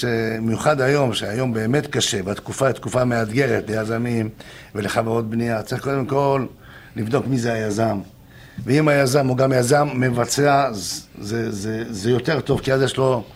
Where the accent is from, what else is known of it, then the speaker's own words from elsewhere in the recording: the south, Israel; אני תמיד קורא להן דירות דרומיות, אצלנו בדרום הדירות הן גדולות, רחבות